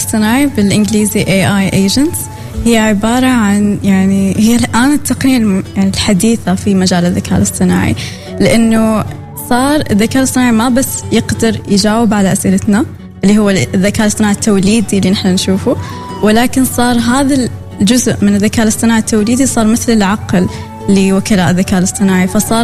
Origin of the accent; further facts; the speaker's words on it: Oman; صراحة نحن يعني كعمانيين وكشباب نفتخر في وين وصلت عمان حاليا